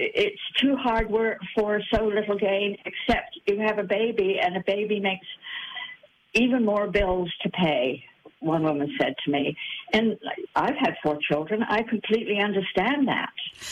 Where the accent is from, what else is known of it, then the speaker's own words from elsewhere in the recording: Canada; accent: Canadian; now in New Zealand; my accent is Canadian.